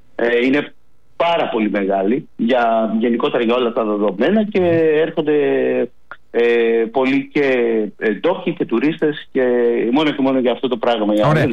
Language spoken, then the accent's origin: Greek; Athens, Attica, Greece; moved away; εμένα η καταγωγή μου είναι από την Αθήνα, δεν έχει νόημα να φύγω από εδώ το καλοκαίρι να έρθω στην Αθήνα.